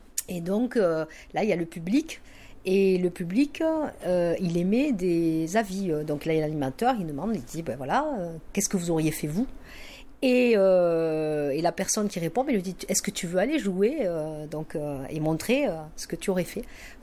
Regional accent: Occitanie, France; Moi, je viens du Tarn, un pays quand même où on mange très très bien, où je ne retrouvais pas ça ici, en Haute-Garonne.

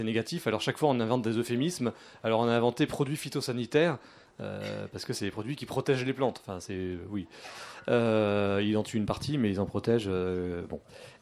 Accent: Brittany, France; Ça peut être aussi, pour, par exemple, chez moi en Bretagne

